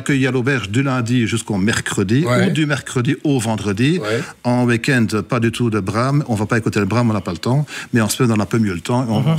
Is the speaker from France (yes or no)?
no; Wallonia, Belgium; c'est quelque chose qui est historique du cerf que chez nous en Ardennes, parce qu'il y a les forêts qui sont telles.